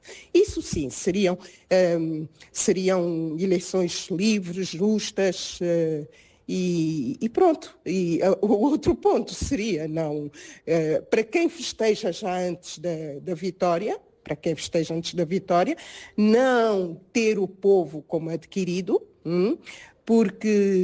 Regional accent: Angola; falo como angolana, realmente, que admira-me e estou feliz porque Angola dá certos passos

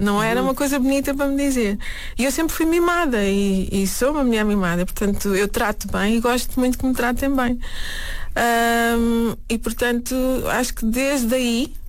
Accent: Lisbon, Portugal; born there; Sim, eu nasci em Lisboa.

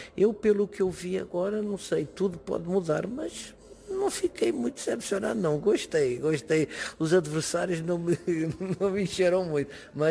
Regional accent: Portugal; moved away as an adult; now in Brazil; Eu saí de Portugal, mas Portugal não saiu de mim. E pronto, é o meu país, é a minha terra.

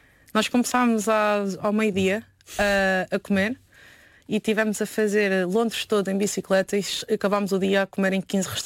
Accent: Portugal; also born or lived in Venezuela; sei dizer que sou de Portugal.

